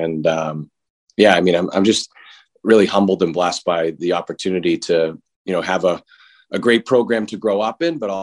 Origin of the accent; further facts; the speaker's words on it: Boston, Massachusetts, United States; just like every other kid growing up in Boston, you know, started Milton Youth Hockey House League.